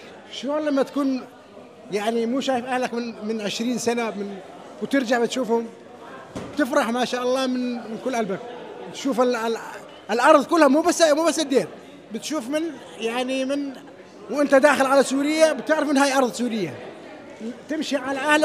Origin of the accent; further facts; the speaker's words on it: Kuwait; انا من الكويت.